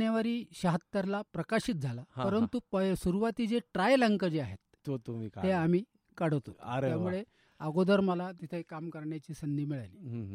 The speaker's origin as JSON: {"language": "Marathi", "town": "Deola", "region": "Maharashtra", "country": "India", "tie": "born or raised there", "also_born_or_lived": "Nashik / Shrirampur", "said": "माझं गाव नाशिक जिल्ह्यातलं देवळ आहे. छत्रपती शिवाजी महाराज हायस्कूलमध्ये माझं शिक्षण झालं आणि त्यानंतर मी HPTला आलो नाशिकला."}